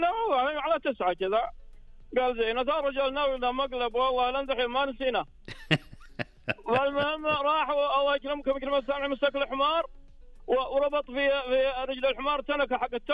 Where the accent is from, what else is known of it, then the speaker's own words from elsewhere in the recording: Makkah Province, Saudi Arabia; now in Medina, Saudi Arabia; هذا احنا بعد الطائف قريتنا.